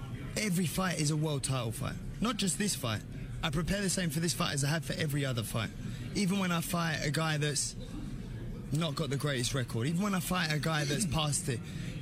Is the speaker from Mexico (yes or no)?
yes; Mexico; No, pero yo soy más mexicano que él.